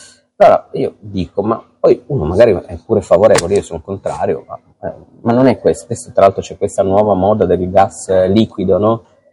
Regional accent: Turin, Piedmont, Italy; Io sono torinese, come sai, ma sono contento.

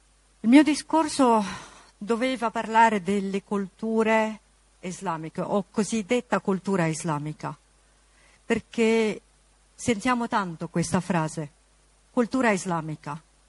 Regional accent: Lebanon; now in Italy; Per me l'Italia è casa, per mio figlio l'Italia è casa. Mio figlio, se ritorna nel mio paese d'origine, in Libano, non sa cosa fare

